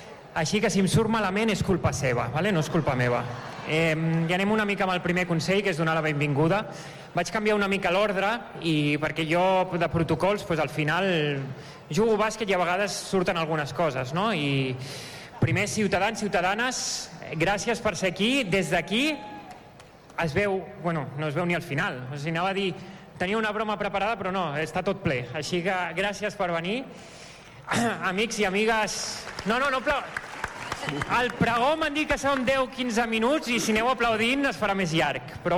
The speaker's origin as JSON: {"language": "Catalan", "town": "Badalona", "region": "Catalonia", "country": "Spain", "tie": "born there", "also_born_or_lived": "United States", "said": "vaig veure que vaig néixer a Badalona, vaig néixer a Can Ruti."}